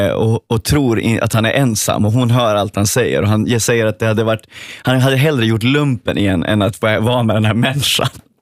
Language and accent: Swedish; Sweden; now in Finland; mitt hemland Sverige